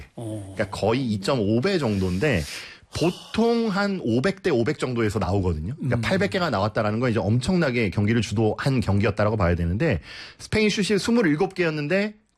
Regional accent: South Korea; 저는 이제 한국 사람이니까요.

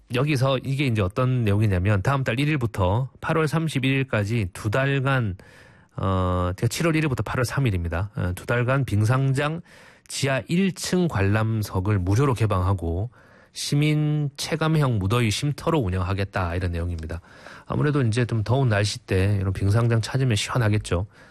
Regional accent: Busan, South Korea; 저도 이제 부산에서 나고 자랐지만

